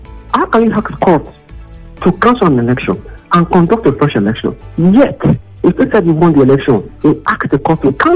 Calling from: Nigeria; I'm calling from Yamapaja.

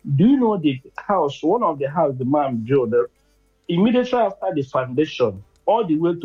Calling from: Enugu State, Nigeria; where am I from? Enugu State.

